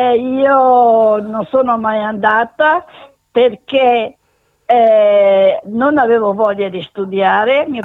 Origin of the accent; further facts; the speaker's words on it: Legnago, Veneto, Italy; Almeno al mio paese, io sono di Legnago, Cerea, in quei paesi lì.